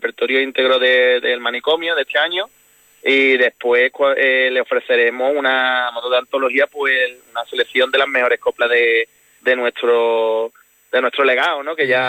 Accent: Cádiz, Andalusia, Spain; Para nuestra comparsa como gaditano, de poder llevar un trocito de nuestra tierra allí

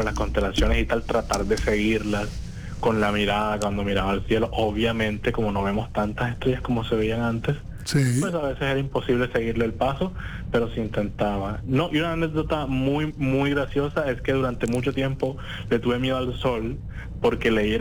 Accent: Cartagena, Bolívar, Colombia; Luego nos mudamos para el barrio de Los Alpes. Allá viví casi toda mi infancia y parte de mi adolescencia.

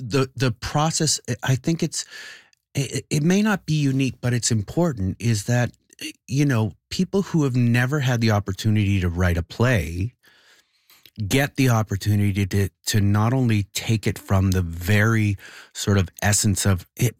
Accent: Toronto, Ontario, Canada; also born or lived in Winnipeg; because I'm from Toronto with a long history, I have a long history here in Winnipeg with the theater scene, but I'm from Toronto.

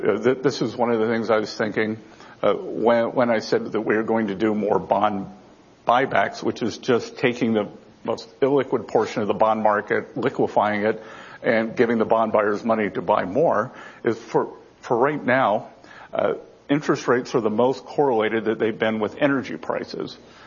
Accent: Charleston, South Carolina, United States; born or raised there

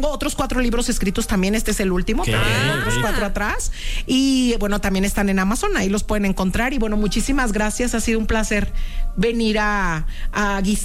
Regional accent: Guadalajara, Jalisco, Mexico; Claro, yo soy de Guadalajara.

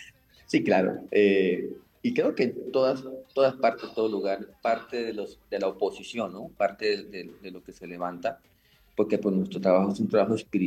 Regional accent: Villanueva, Colombia; born there; also born or lived in Paipa, Boyacá, Colombia; nosotros somos de, mi familia es de Boyacá, de Paipa, Palermo, Paipa, Boyacá. Llegamos a Villanueva en el año 92, con una mano adelante y otra atrás

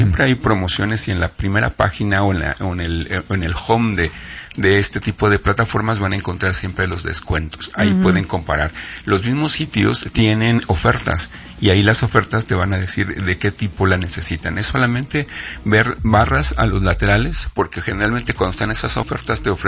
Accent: Mexico; somos estos mexicanos

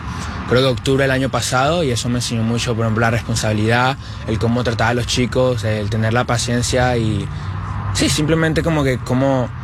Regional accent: Venezuela; moved away; yo llegué acá desde Venezuela y CF10 me abrió las puertas para conocer a mucha gente, no solamente de Venezuela, pero de muchas culturas

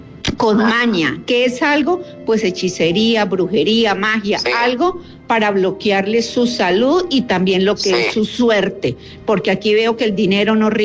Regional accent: Mexico; Muy bien, yo soy mexicana, como le digo, tengo 30 años de experiencia.

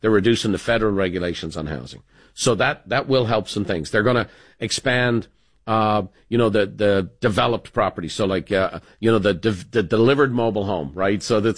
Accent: California, United States

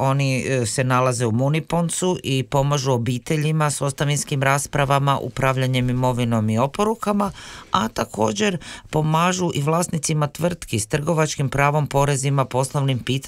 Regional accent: Herzegovina, Bosnia & Herzegovina; now in Australia; Ja sam Hercegovac

